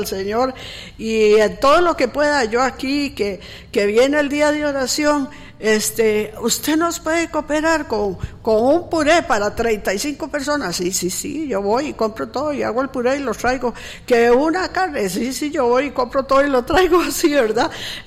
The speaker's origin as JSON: {"language": "Spanish", "town": "Cachí", "region": "Cartago", "country": "Costa Rica", "tie": "born or raised there", "said": "porque yo soy de Cachí"}